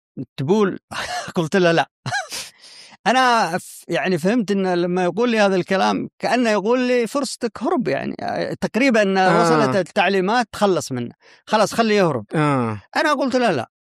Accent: Shabwah, Yemen; قلت أنا من شبوة

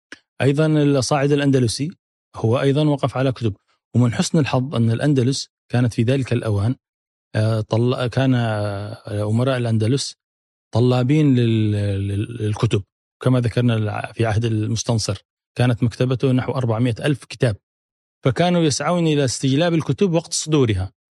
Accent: Rada'a, Al Bayda Governorate, Yemen; أنا من قيفة، من تابعة لردع، وهي من مساكن حمير في في القدم، وإن كانت سكنتها مذعج ولكن هي في الأصل من مساكن حمير.

